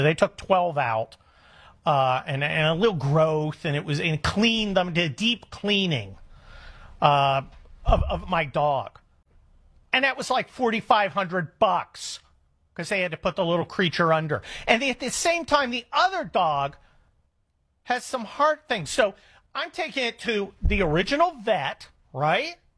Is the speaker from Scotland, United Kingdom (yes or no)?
yes; Scotland, United Kingdom; And I'm Scottish. That goes against everything my genetics believe in.